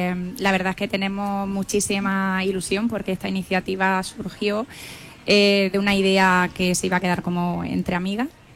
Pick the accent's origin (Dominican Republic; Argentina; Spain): Spain; Almería, Andalusia; ¿por qué no vestirme en mi tierra? Que lo echo claro de menos.